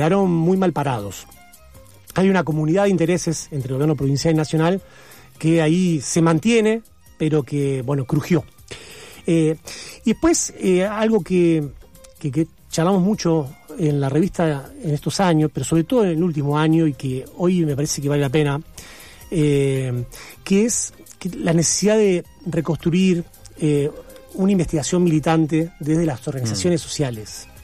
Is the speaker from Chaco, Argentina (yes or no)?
no; Rosario, Santa Fe, Argentina; yo soy rosarino